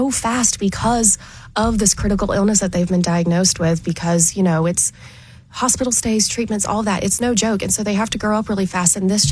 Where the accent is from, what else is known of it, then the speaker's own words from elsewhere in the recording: Waynesville, North Carolina, United States; Well, I am from Waynesville, North Carolina.